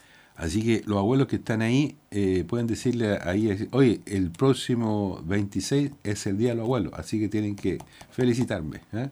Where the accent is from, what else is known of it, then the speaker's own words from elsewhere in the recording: Chiloé, Los Lagos, Chile; no olvidemos que somos parte también de Chiloé en el bicentenario de nuestro país, de nuestro Chile, de Chiloé, porque somos parte de esta historia, de este país.